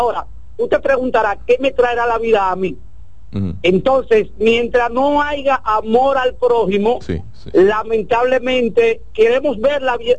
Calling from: Licey al Medio, Santiago, Dominican Republic; yo soy de Licey al Medio, Santiago.

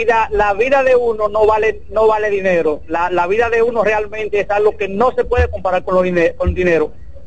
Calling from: Santo Domingo, Dominican Republic; yo que soy de aquí de Santo Domingo, de República Dominicana

